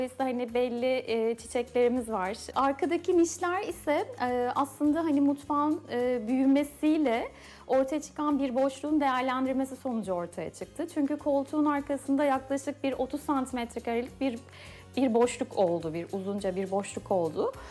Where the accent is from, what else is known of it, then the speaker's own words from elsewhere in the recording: İzmir, Turkey; moved away as an adult; now in Istanbul, Turkey; İzmirliyim. Burası Uskumruköy. Uskumruköy'de bahçeli bir sitedeyiz şu anda.